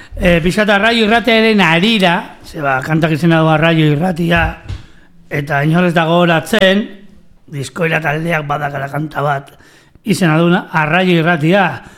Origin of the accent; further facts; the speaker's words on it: San Sebastián, Basque Country, Spain; born there; Joan orkesten, bueno, ba, ni Donosti jaio nintzen.